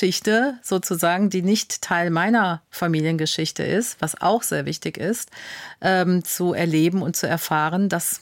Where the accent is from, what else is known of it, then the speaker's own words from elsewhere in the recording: Germany; Ich bin ja in Deutschland geboren, aufgewachsen.